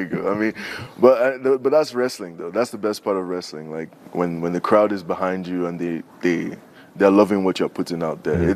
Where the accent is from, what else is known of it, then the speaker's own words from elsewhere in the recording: Nigeria; now in United States; I'm Nigerian